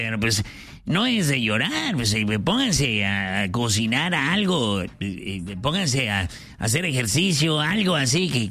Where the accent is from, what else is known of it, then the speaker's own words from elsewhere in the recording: Ciudad Obregón, Sonora, Mexico; Yo soy de Obregón, Sonora, ya hace calor, calor.